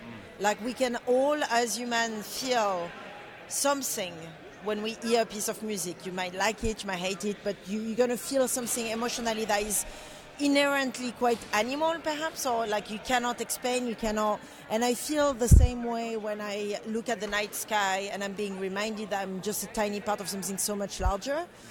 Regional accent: France; I'm half Algerian, half Armenian. I was raised in France

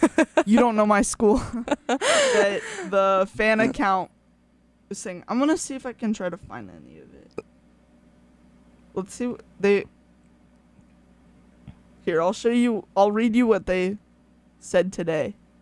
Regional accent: Davis, California, United States; growing up in Davis

